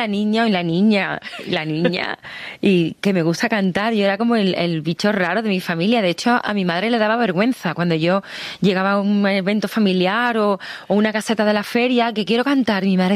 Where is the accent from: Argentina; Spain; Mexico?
Spain; Coria; en un concierto que yo hice hace como 3 años en mi pueblo, en Coria